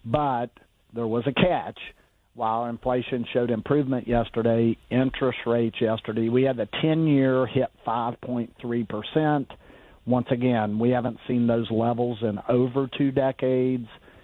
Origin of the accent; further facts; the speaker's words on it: United States; I'm from Jackson County, and we had Kaiser Aluminum, which had a lot of steel workers unions.